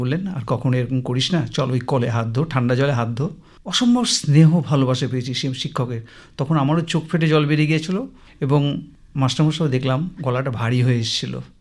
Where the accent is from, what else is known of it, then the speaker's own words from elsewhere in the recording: Jalpaiguri, West Bengal, India; আমার জন্ম জলপাইগুড়িতে, 1949 সালের 2রা জুলাই